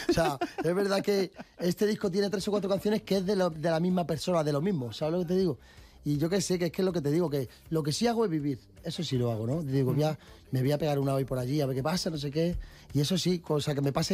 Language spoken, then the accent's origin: Spanish; Madrid, Community of Madrid, Spain; Yo soy de Madrid